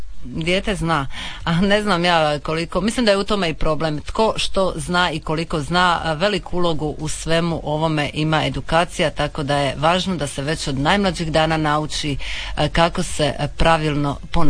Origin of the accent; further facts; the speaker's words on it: Croatia; Dobro, kod nas u Hrvatskoj je jedna specifična situacija.